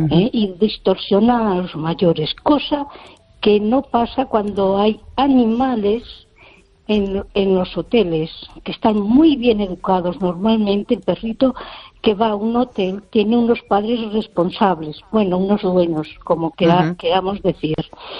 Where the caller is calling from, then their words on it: Ourense, Galicia, Spain; Desde Orense.